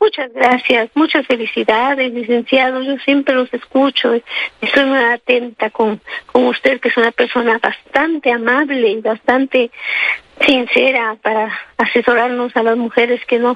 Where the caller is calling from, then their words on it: Xalapa, Veracruz, Mexico; Yo soy de aquí de Xalapa, Veracruz